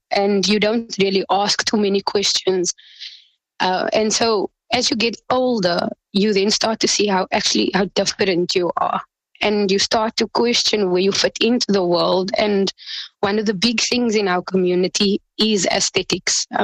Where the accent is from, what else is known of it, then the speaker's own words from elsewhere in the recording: Cape Town, Western Cape, South Africa; I'm born and bred in Cape Town. So SubhanAllah, in my opinion, I come from a very traditional Islamic home, but I never really felt like I belonged.